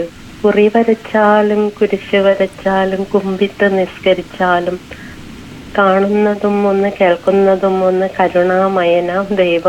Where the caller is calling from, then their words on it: Kerala, India; ഇവിടെ പനങ്കാവ്.